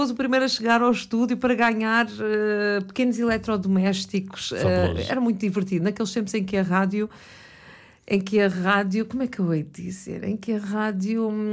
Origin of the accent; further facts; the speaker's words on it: Montijo, Lisbon, Portugal; tu és do Afonsoeiro, eu sou do Alto Estanqueiro.